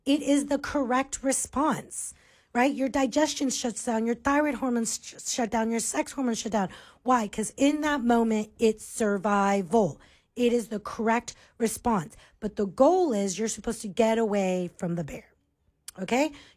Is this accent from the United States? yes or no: yes; Florida, United States; moved away; I'm originally from Florida.